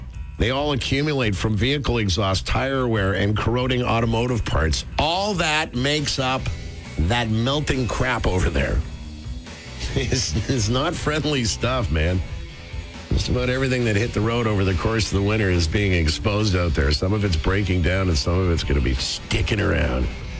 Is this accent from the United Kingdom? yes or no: no; Montreal, Quebec, Canada; my years of living in the city and growing up in Montreal